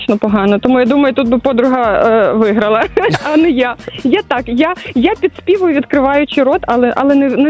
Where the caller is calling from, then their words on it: Kyiv, Ukraine; Я проживаю в Києві багато часу, працюю.